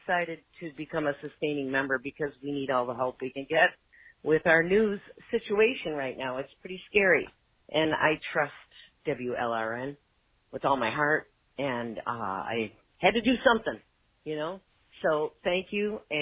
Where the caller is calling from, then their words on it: Hollywood, Florida, United States; also born or lived in Buffalo; from Hollywood, Florida. And I've been a donor for many years, like a one-time donor, since I moved here from Buffalo, even before that, even when I lived in Buffalo.